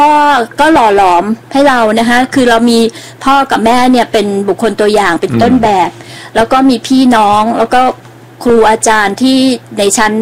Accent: Phichit, Thailand; จังหวัดพิจิตรค่ะ

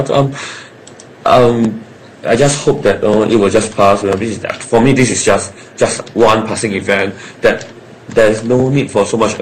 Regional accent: Malaysia; I'm Malaysian

